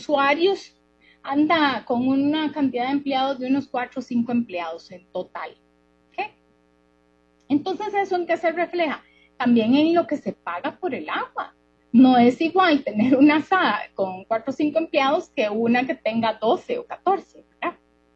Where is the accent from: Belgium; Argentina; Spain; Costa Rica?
Costa Rica; San José; moved away as an adult; now in San Carlos, Costa Rica; yo me crié en San José la mayor parte de mi vida, 32 años, pero yo venía aquí a San Carlos chiquilla porque mi papá sembraba caña.